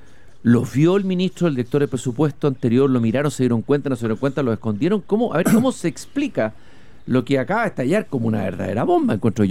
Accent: Chile

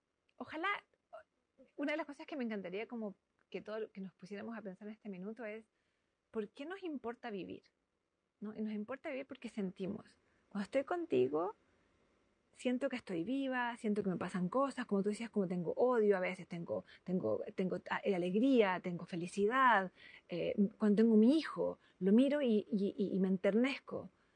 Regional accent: Chile; Yo digo, soy una fake Italian.

